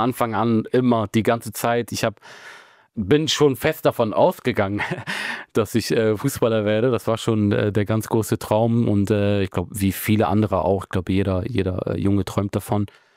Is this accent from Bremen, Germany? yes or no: yes; Bremen, Germany; Ich bin hier in Bremen aufgewachsen, war sowieso jeden Tag mit Fußballspielen beschäftigt